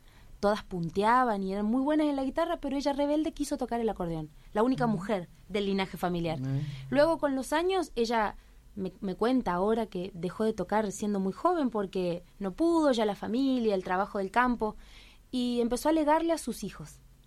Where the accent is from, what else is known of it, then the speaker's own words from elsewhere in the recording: Formosa, Argentina; now in Córdoba, Argentina; Nosotros vivíamos en la provincia de Formosa, si bien yo nací en Formosa, mi papá en el Chaco, tenemos 100 kilómetros de diferencia.